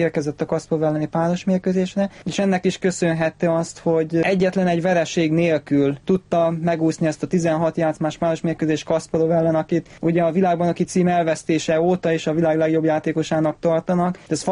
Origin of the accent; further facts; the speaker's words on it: Szeged, Csongrád-Csanád, Hungary; now in Budapest, Hungary; A legnagyobb oka az az volt, hogy Szegedről jöttem, ugye a családom ott volt